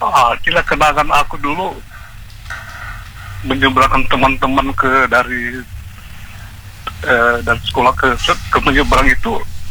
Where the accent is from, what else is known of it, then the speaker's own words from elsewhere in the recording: Donggala, Central Sulawesi, Indonesia; born there; Iya, kalau di daerah aku Bangsa ada sungai yang berbelah Kota Donggala itu ya.